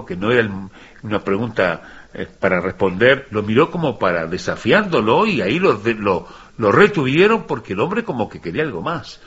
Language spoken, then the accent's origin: Spanish; Paysandú, Uruguay; born there; yo recuerdo en Paysandú no teníamos televisión nosotros, y nos reuníamos en torno a la radio.